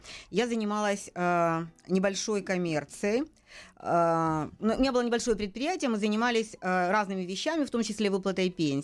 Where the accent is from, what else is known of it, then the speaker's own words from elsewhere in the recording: Luhansk, Luhansk Oblast, Ukraine; Я из Луганска.